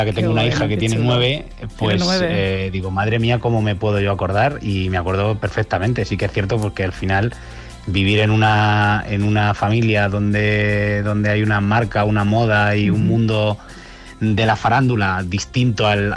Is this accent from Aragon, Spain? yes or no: no; Toledo, Castilla-La Mancha, Spain; por los pueblos de Toledo, porque nosotros somos de Toledo.